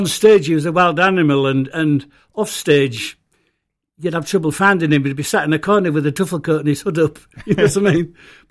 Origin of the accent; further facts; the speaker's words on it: Hull, Yorkshire and the Humber, United Kingdom; I was from North Hull.